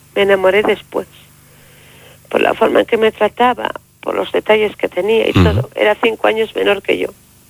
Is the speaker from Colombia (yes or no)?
no; Catalonia, Spain; born there; como buena castellana, los castellanos que me estoy oyendo saben que yo nací en Cataluña, pero tengo sangre castellana.